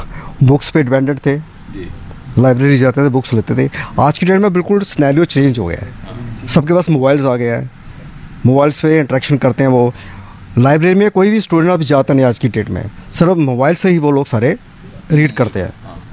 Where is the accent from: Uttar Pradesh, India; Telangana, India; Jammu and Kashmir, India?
Jammu and Kashmir, India; actually हमारे state में, मैं जम्मू कश्मीर से बिलोंग करता हूँ